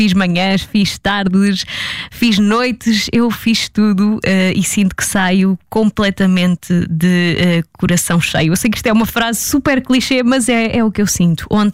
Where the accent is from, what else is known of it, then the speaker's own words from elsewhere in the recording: Centro, Portugal; now in Lisbon, Portugal; vou deixar Lisboa, vou voltar para, para o sítio onde eu nasci e cresci, que é na zona de Aveiro.